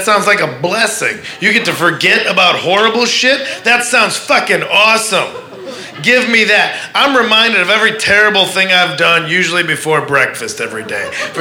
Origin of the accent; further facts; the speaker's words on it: Midwest, United States; Like everybody, I'm from the Midwest, and so it's weird to come out here and find out that people go to casual therapy.